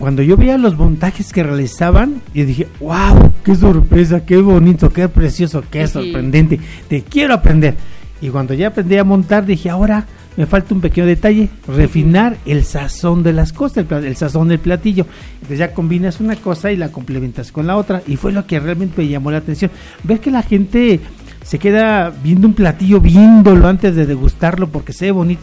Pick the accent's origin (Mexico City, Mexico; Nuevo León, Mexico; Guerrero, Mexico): Mexico City, Mexico; now in Apizaco, Mexico; soy originario de la Ciudad de México, pero uh-huh. Estamos radicando ahorita aquí en Apizaco.